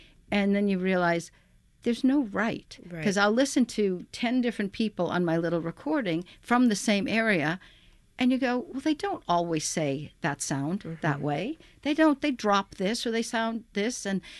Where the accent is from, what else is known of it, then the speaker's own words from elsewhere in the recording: New England, United States; I'm from New England, and when I go home, I've had to sort of change how I grew up saying mother, father, park, you can't have it, type of thing.